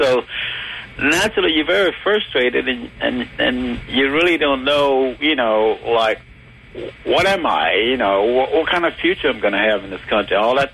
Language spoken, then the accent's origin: English; Daytona Beach, Florida, United States; I was like 13 years old, you know, in Daytona Beach, Florida, my hometown